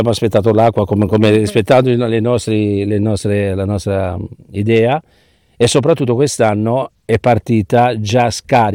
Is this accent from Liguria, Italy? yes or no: yes; Genoa, Liguria, Italy; ci aggiungo anche da genovese